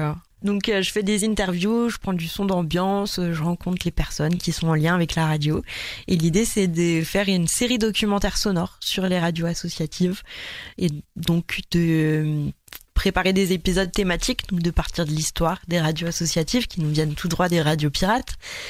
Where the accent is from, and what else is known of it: Provence-Alpes-Côte d'Azur, France